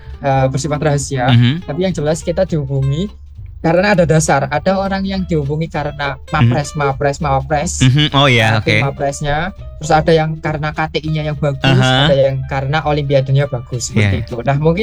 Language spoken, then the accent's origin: Indonesian; Java, Indonesia; aku asli Jawa beneran.